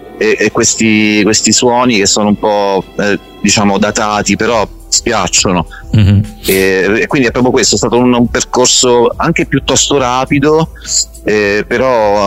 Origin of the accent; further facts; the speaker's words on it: Ascoli Piceno, Marche, Italy; Ma io sono di Ascoli Piceno